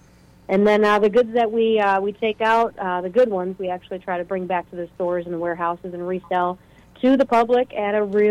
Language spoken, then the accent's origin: English; Milwaukee, Wisconsin, United States; now in Wisconsin Dells, United States; I'm from Milwaukee originally.